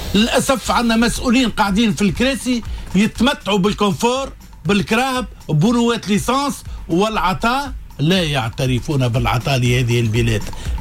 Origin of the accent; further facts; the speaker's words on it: Tunisia; انا مواطن تونسي